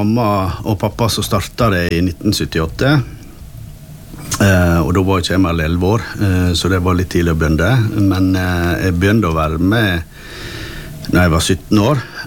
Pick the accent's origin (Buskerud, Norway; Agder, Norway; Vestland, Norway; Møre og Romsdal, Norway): Vestland, Norway; Eid; jeg vokste jo opp på Eid, så det var jo på Eid vi drev da, i de dager.